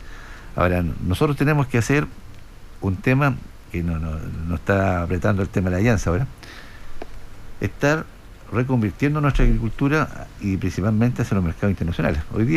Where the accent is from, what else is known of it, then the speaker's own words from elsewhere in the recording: Coihueco, Ñuble, Chile; Soy de Coihueco.